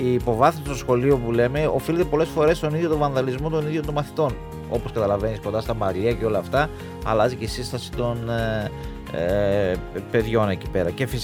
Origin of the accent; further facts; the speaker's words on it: Greece; Πάλι δεν πήραμε τίποτα εμείς εδώ ως Έλληνες, έτσι.